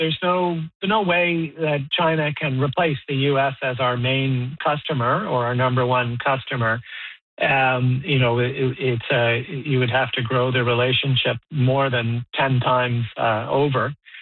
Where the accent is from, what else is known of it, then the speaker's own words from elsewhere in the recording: Canada; as a Canadian